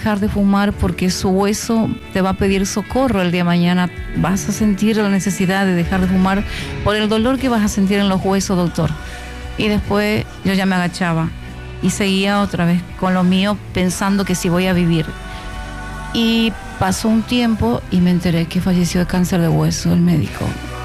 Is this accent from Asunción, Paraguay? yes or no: no; San Roque González de Santa Cruz, Paraguarí, Paraguay; Yo nací en San Roque González de Santa Cruz.